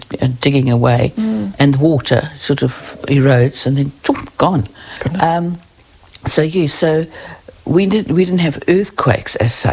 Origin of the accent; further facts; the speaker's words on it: Johannesburg, Gauteng, South Africa; now in Wairarapa, New Zealand; Now, I grew up in Johannesburg